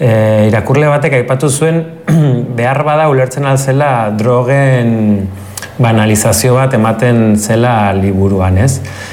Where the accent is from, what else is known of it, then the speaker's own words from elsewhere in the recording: Berriozar, Navarre, Spain; Berriozarkoa naiz, baino gaur egun Berriozar herri koskorra da, urbano, nahiko urbanoa